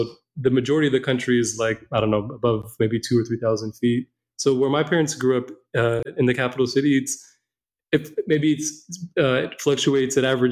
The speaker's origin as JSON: {"language": "English", "town": "Las Vegas", "region": "Nevada", "country": "United States", "tie": "born or raised there", "said": "You know, Vegas is actually it feels like a pretty ordinary place when you spend some time there."}